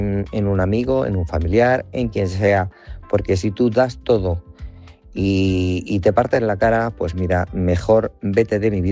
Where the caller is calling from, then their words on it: Guadalajara, Castilla-La Mancha, Spain; Buenas noches, Álvaro. Corresponsales y oyentes. … de Guadalajara.